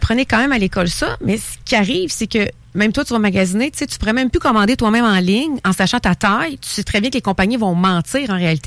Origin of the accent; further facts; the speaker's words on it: Thetford Mines, Quebec, Canada; Moi, je viens de Tetford Mines.